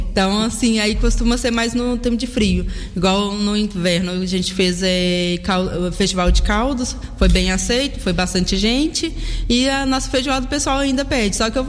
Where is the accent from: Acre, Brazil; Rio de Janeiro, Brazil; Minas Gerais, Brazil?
Minas Gerais, Brazil; moved away as an adult; now in Vila de Rei, Portugal; Eu sou de Minas.